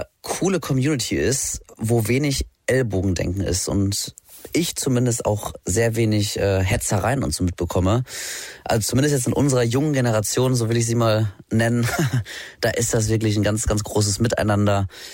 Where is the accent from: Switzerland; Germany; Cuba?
Germany; Datteln, North Rhine-Westphalia; moved away as an adult; now in Düsseldorf, Germany; Ich komme ja aus Datteln, das ist im Kreis Recklinghausen. Und ich bin jetzt seit 10 Jahren in Düsseldorf, habe aber immer noch eine Handvoll wirklich guter Freunde in Datteln.